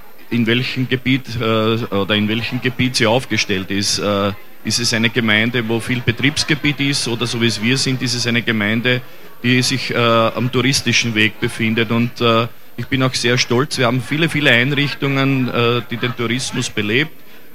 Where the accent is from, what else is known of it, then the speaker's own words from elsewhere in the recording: Burgenland, Austria; vertrete das Burgenland bei uns in Österreich im Bundesrat